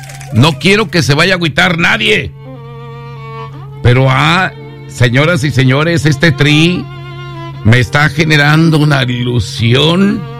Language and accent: Spanish; Mexico; los mexicanos la hacemos donde nos dan nuestra ya gana.